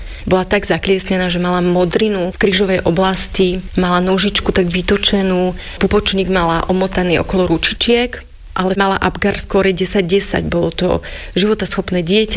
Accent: Hontianske Nemce, Banská Bystrica Region, Slovakia; also born or lived in Bratislava; Hontianske Nemce, to je taká menšia dedinka, nejakých 25-26 kilometrov od Banskej Štiavnice.

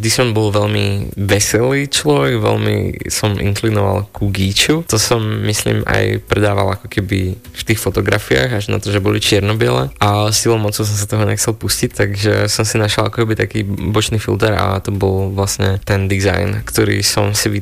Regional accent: Brezno, Banská Bystrica Region, Slovakia; Ja sám som pôvodom z Hore Hronia, konkrétne z Brezna. Tam som vlastne od malička navštevoval Zušku.

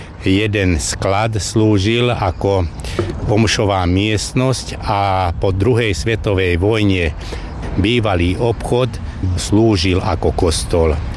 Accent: Hajnáčka, Banská Bystrica Region, Slovakia; som rodák a tu som sa narodil pod Radom

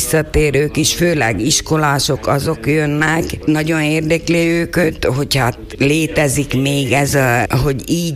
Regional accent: Gabčíkovo, Trnava Region, Slovakia; Én különben Bősről származom, úgyhogy ott is némileg így azért ismeri valaki a vizet

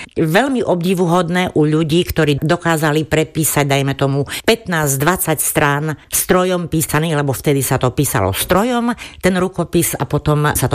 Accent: Malý Šariš, Prešov Region, Slovakia; som rodáčka z Malého Šariša, podobne aj moji rodičia a starí rodičia zase tak na 50%.

